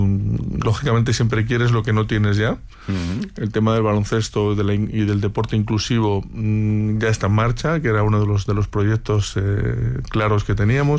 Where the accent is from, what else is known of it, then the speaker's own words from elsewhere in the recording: Madrid, Community of Madrid, Spain; yo me he criado, aunque soy de aquí de Madrid, he tenido la suerte de veranear en pueblos de la España vaciada